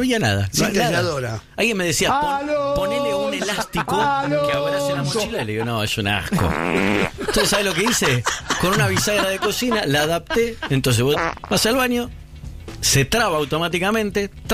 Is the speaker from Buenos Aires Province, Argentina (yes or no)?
yes; Lanús, Buenos Aires Province, Argentina; No, pero es mi barrio, yo nací ahí y viví ahí.